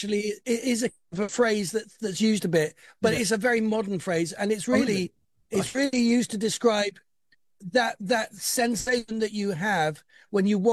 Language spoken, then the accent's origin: English; Bristol, South West England, United Kingdom; moved away as an adult; I grew up in Bristol in the West of England, but I have to move to London.